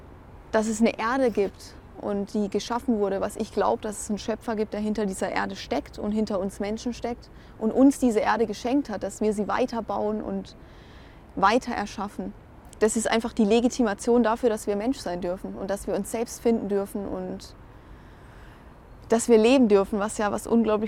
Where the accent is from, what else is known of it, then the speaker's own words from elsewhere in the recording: Regensburg, Bavaria, Germany; born there; dass mein Geburtsort Regensburg, da fließt auch ein Fluss durch.